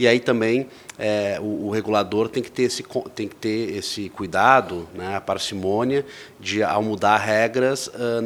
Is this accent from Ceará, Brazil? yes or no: no; Rio Grande do Sul, Brazil; um pequeno município no interior do Rio Grande do Sul, por exemplo, de onde eu sou